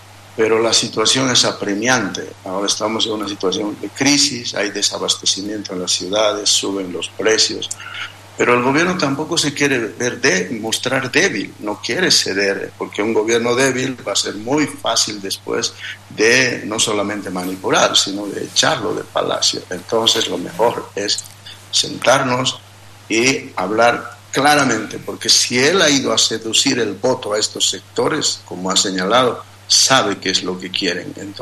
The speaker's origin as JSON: {"language": "Spanish", "country": "Bolivia", "said": "tenemos que demostrar como bolivianos que podemos entendernos."}